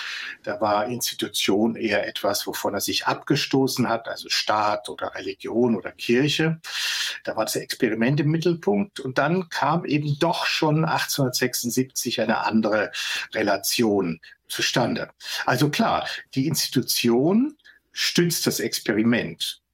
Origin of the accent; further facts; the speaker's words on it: Bayreuth, Bavaria, Germany; born there; Also, als ich da hineingewachsen bin, als gebürtiger Bayreuther in diese Festspiele der 70er und 80er Jahre